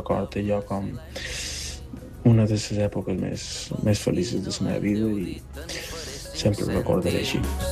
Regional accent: Pòrtol, Balearic Islands, Spain

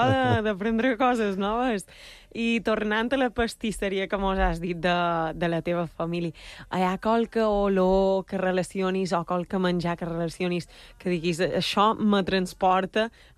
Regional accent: Pollença, Balearic Islands, Spain; Sí, yo soy de Pollença y te puedo confirmar eso.

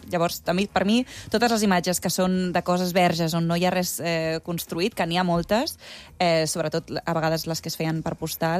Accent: Barcelona, Catalonia, Spain; now in Mallorca, Spain; Jo no he estat encara, és que jo soc de Barcelona, però, clar, ara estic vivint aquí

